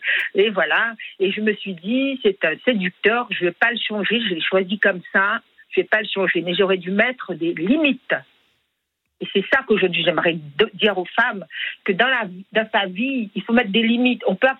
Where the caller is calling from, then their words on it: Switzerland; je viens de Suisse